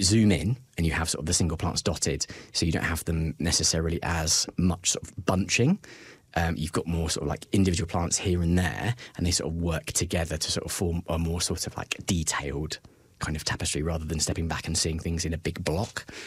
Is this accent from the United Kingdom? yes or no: yes; England, United Kingdom; both of us growing up in England, so many of our sort of native sort of forests are deciduous forests